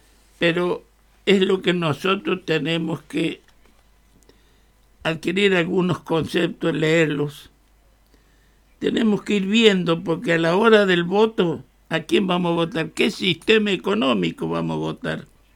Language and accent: Spanish; Argentina; ¿Qué podemos conseguir como argentinos?